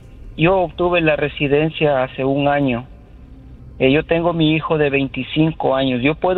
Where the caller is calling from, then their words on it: Harrison, New Jersey, United States; Estoy ubicado en Harrison, por el sector de Newark.